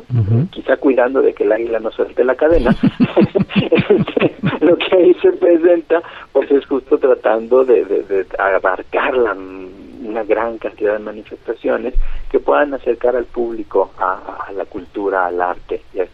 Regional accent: Guadalajara, Jalisco, Mexico; el teatro es la memoria del consumo cultural que hemos tenido como tapatíos.

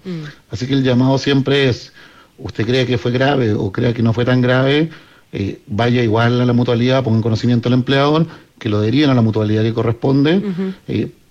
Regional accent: Punta Arenas, Magallanes and Chilean Antarctica, Chile; Que está muy presente en el sur. Yo soy de Punta Arenas.

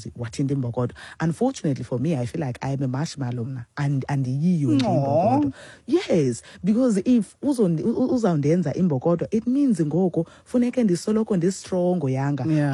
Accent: South Africa; So we should be able to recognize the fact that as South African women we come like a very long way, bra.

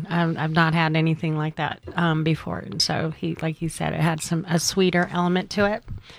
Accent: San Francisco, California, United States; I grew up in San Francisco, and Zuni Cafe had their famous Bloody Mary

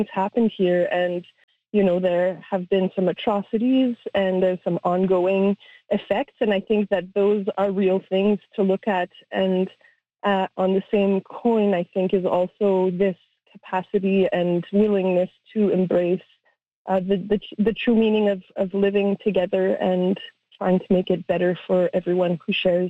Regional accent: Manitoba, Canada; it's definitely a very hard history that Canada has been through, but specifically Manitoba, being from the Red River, you know

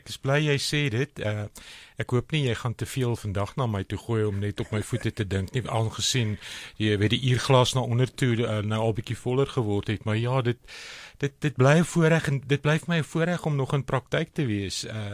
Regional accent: Kempton Park, Gauteng, South Africa; Ek is in Kempton Park. Ek het in Kempton Park groot geword.

